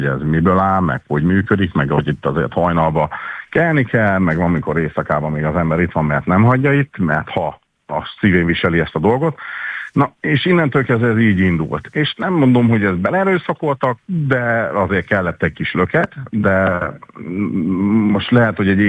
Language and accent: Hungarian; Debrecen, Hajdú-Bihar, Hungary; ez most azért mondom, hogy a debreceniek vagyunk